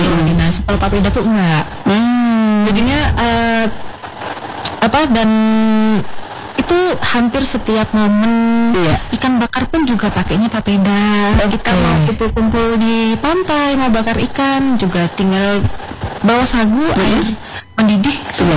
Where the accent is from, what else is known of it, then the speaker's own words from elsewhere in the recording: Central Java, Indonesia; now in Manokwari, Indonesia; Saya malah dari Jawa Tengah.